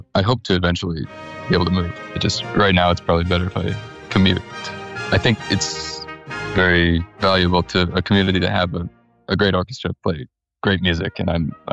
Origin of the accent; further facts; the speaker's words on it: Minneapolis, Minnesota, United States; moved away as an adult; also born or lived in Boston; I came back to the Twin Cities, which is where I'm from.